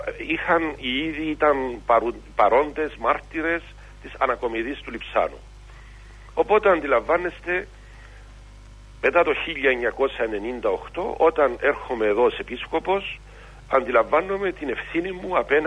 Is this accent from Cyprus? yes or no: yes; Nicosia, Nicosia District, Cyprus; also born or lived in Zodeia / Athens / Larnaca; λόγω κατοχής του χωριού μου, της Ζώδιας, δεν εμπόρεσα μετά το 1974 να έχω επαφή, και έτσι πρόσφυγας πια εμεγάλωσα στη Λευκοσία, αργότερα φοιτητής στην Αθήνα